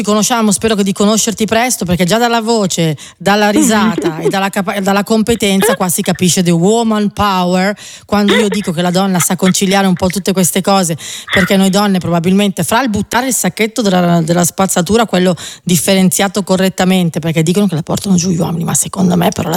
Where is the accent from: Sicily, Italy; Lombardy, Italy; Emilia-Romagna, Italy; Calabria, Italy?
Lombardy, Italy; Lo dico da lombarda.